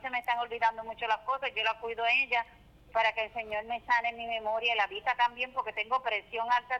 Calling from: Isabela, Puerto Rico; De Isabela.

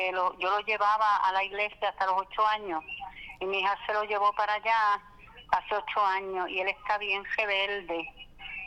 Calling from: Mayagüez, Puerto Rico; Estoy llamando de Mayagüez.

